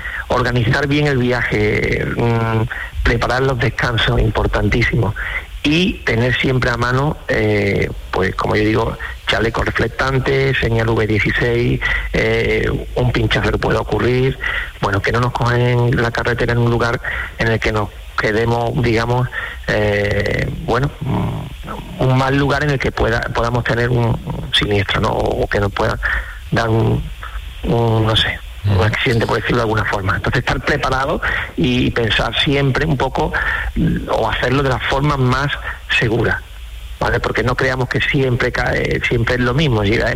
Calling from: Dos Hermanas, Andalusia, Spain; A ver, de Dos Hermanas, Sevilla.

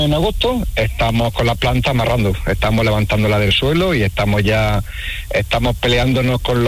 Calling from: Níjar, Andalusia, Spain; yo soy agricultor, estoy en la zona de Níjar, Almería

